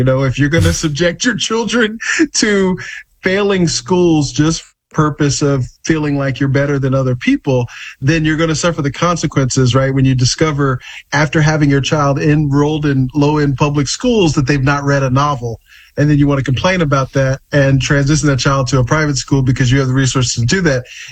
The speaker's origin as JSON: {"language": "English", "region": "Deep South", "country": "United States", "tie": "born or raised there", "said": "I grew up in the Deep South"}